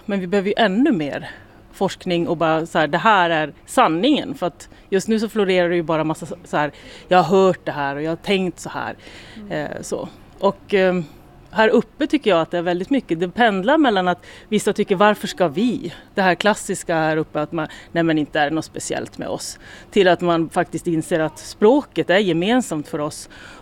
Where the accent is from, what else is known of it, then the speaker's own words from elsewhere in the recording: Gällivare, Norrbotten County, Sweden; also born or lived in Kiruna; now in Stockholm, Sweden; Ja, men jag är född och uppvuxen i Gällivare, har bott i Kiruna en massa år och just nu så fördelar jag min tid mellan Stockholm och Skaulo.